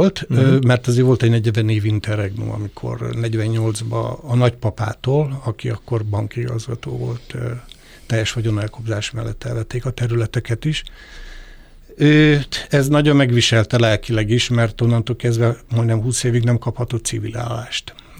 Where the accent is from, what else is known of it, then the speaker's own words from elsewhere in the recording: Budapest, Hungary; born there; Amúgy én budapesti születésű vagyok